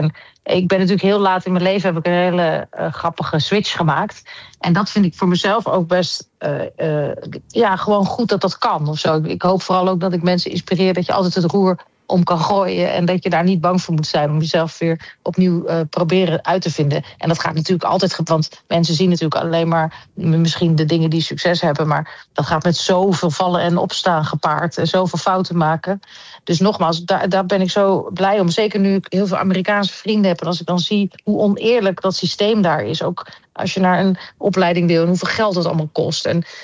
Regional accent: Netherlands; moved away; ook al werk ik op dit moment niet meer in Nederland, heel erg bezig met mijn eigen land en mijn thuisland.

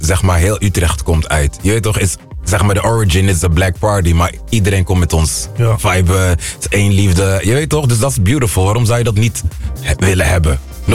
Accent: Aruba; born there; Ik ben op Aruba geboren, maar mm-hmm, ik noem mijzelf altijd Afrikaan.

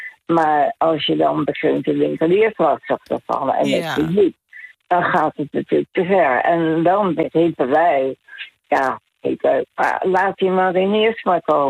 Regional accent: The Hague, South Holland, Netherlands; Ik kom daar eigenlijk uit Den Haag. Scheveningen geëvacueerd naar Den Haag door de bouw van Atlantic Wolf.

